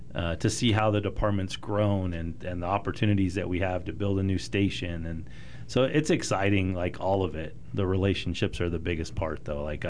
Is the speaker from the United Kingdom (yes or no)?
no; Prescott, Arizona, United States; the only place I would do it is my hometown. I care about Prescott. I care about the people here.